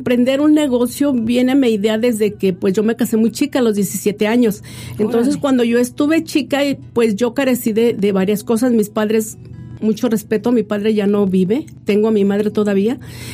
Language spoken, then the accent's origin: Spanish; Ciudad Manuel Doblado, Guanajuato, Mexico; yo soy de Ciudad Manuel Doblado, Guanajuato.